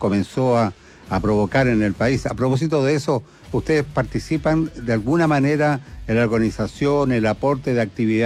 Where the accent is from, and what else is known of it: Chile